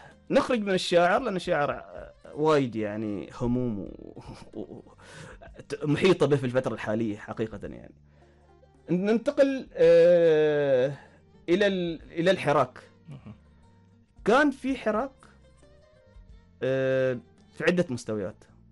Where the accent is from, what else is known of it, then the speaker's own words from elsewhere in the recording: Oman; عندنا في سلطنة عمان